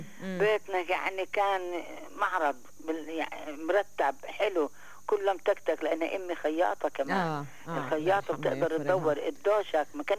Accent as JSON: {"language": "Arabic", "country": "Palestine", "moved": "yes", "said": "هذا هو التراث الاصلي اللي بيميزنا ان احنا فلسطينية. واحنا كنا بالداخل، واحنا ان بيوتنا، واحنا ان اراضينا، وخرجنا منها مش برضاية خاطرنا."}